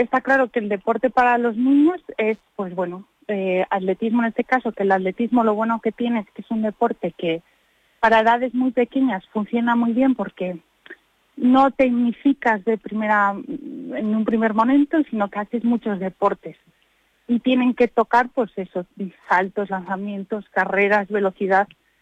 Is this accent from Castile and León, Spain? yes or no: yes; León, Castile and León, Spain; now in Almodóvar del Pinar, Spain; ahora que estamos aquí en Almodóvar, yo soy de León